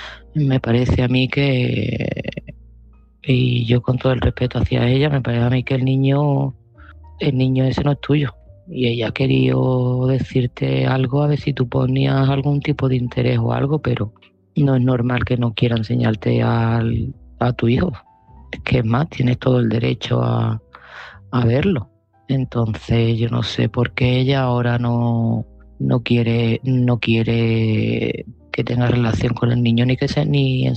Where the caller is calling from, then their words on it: Seville, Andalusia, Spain; de Sevilla y este mensaje va para Pedro.